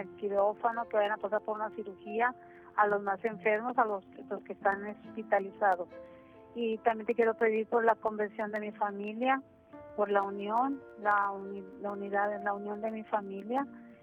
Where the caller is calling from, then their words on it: Ciudad Lerdo, Durango, Mexico; Hablo de Ciudad Lerdo, Durango.